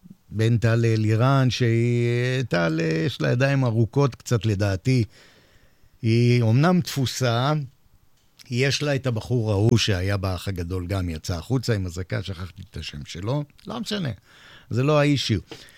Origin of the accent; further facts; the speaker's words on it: Holon, Tel Aviv District, Israel; moved away as an adult; also born or lived in Bat Yam; הייתי חולוני בת ימי כזה, נולדתי כמובן, גרתי בחולון רוב שנות חיי עד שעברתי לכאן